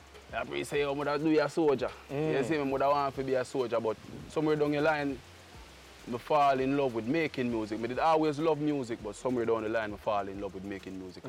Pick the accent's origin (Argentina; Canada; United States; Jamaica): Jamaica; Saint Catherine; All right, so today you know you're there in my hometown, you see me? Which part I grew up, school in, you see me?